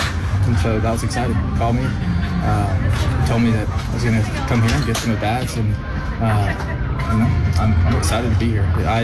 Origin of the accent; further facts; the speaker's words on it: East Coast, United States; I'm from the East Coast, so I like being on this time zone.